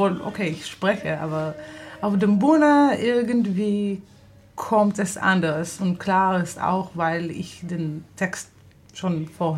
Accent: Israel; accent: Israeli; German is a second language; moved away as an adult; now in Potsdam, Germany; ich komme aus Israel, ich bin in Potsdam seit 2016.

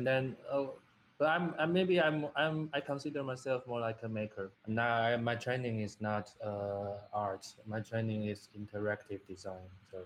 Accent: Taiwan; English is a second language; I'm from Taiwan.

